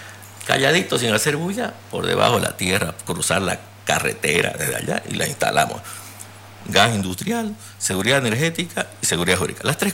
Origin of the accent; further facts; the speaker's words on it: Bolivia; uno queda mal como boliviano